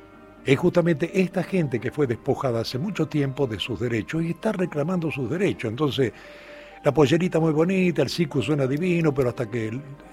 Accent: Argentina; los argentinos no tenemos muy bien exactamente qué somos. ¿Qué somos los argentinos, en definitiva? Somos un cacho italiano, un cacho español, un cacho alemán, un cacho francés, entonces tenemos de todo acá.

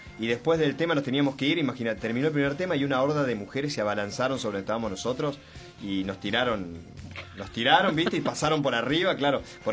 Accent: Maipú, Buenos Aires Province, Argentina; moved away; en mi Maipú, mi pueblo de provincia de Buenos Aires

